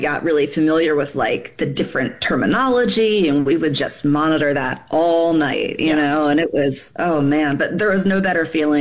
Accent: Delaware, United States; also born or lived in Missouri; So I grew up in Delaware. I'm from Delaware originally, mm-hmm. and we did not have tornadoes in Delaware.

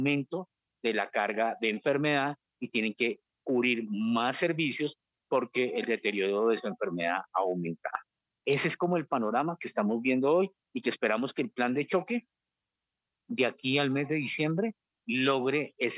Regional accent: Colombia; a nosotros como colombianos y como usuarios

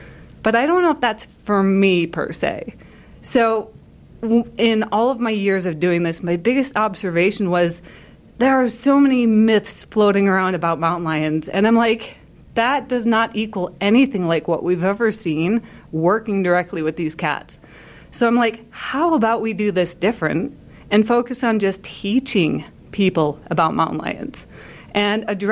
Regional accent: Michigan, United States; moved away as an adult; now in Utah, United States; But from Michigan originally, and we had dispersing cats showing up in our state, right?

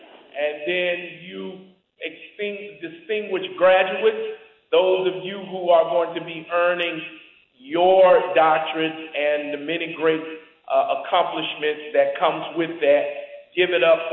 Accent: Alabama, United States; Alabama, my hometown. Hallelujah. I was born and raised in Alabama.

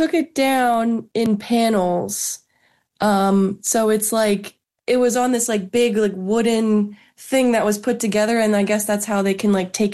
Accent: Pennsylvania, United States; Yeah. Yeah. I grew up in the Philly suburbs. So always been a Phillies fan.

